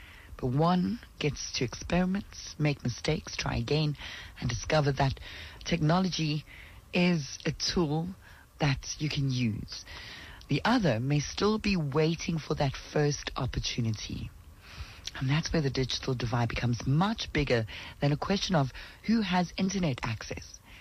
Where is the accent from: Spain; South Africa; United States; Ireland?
South Africa; as South Africans